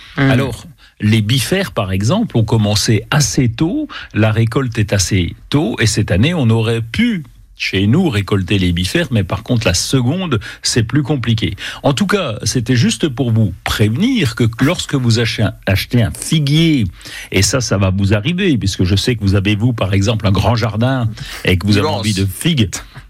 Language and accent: French; Bourgogne-Franche-Comté, France; chez nous en Franche-Comté